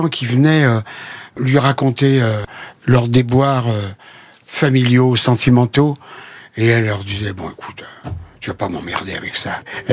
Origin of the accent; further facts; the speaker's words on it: Paris, Île-de-France, France; born there; Alors moi, de toute façon, je suis né à Paris, j'entendais parler créole peut-être quand j'étais tout petit par ma mère et par des amis qui venaient, mais autrement, j'ai appris directement la langue française.